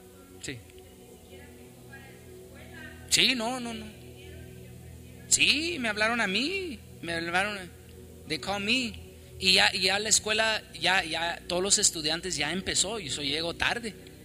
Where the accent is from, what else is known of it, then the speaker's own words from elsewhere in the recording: Chihuahua, Mexico; moved away; Ah, pues, Chihuahua